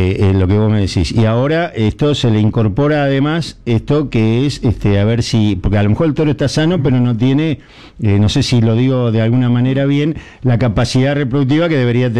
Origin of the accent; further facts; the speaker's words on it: La Pampa, Argentina; born there; Yo de niño, cuando vivía en La Pampa